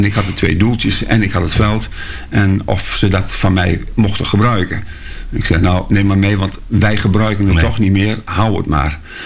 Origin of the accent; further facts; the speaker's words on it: Hardenberg, Overijssel, Netherlands; Ik kom uit Hardenberg en wij zwommen vaak in de Vecht en in de Raderwijkerbeek.